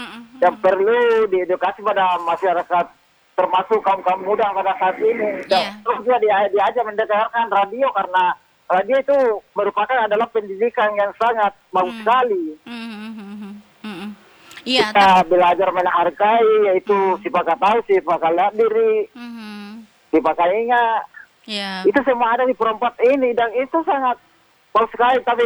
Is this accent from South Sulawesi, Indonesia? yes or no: yes; South Sulawesi, Indonesia; Itulah tradisi kita itu sebagai orang Bugis ya